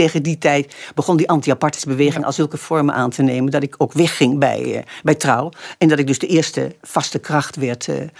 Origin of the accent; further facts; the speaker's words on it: Netherlands; Het was ook al omdat als Nederlander voelde ik me ook wel echt verplicht, weet je, om iets te doen.